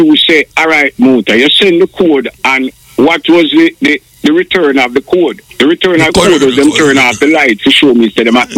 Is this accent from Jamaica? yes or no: yes; Jamaica; So I'm a Jamaican, you know.